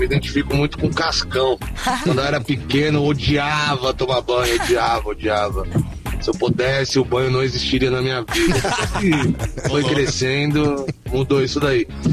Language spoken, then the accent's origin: Portuguese; São Paulo, Brazil; now in Itaquera, Brazil; sou da Zona Leste, moro em Itaquera, pertinho do estádio do Corinthians.